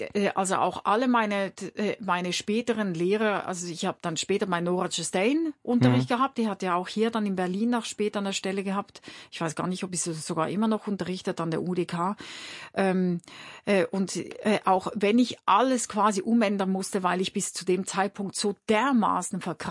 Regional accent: Winterthur, Zurich, Switzerland; weil sie war eine Weile lang in Winterthur, wo ich aufgewachsen bin, im Orchester und war dann später sogenannte Zuzügerin. Ich weiß nicht, wie man das in Deutschland sagt, irgendwie so Aushilfe.

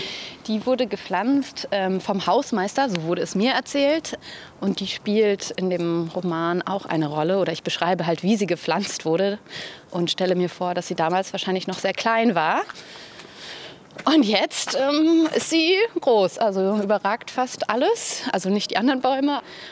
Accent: Berlin, Germany; Lustigerweise war genau der Mauerpark sehr wichtig in meiner Jugend, das war der Ort, also ich bin in Mitte auch zur Schule gegangen

